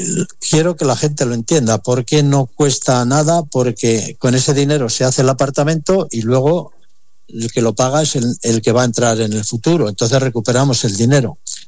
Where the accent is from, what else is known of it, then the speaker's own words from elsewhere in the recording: Aranda de Duero, Castile and León, Spain; a mi pueblo, a Aranda de Duero